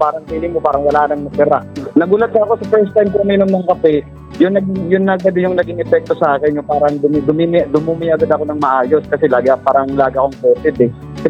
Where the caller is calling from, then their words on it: Catarman, Eastern Visayas, Philippines; Katarman po.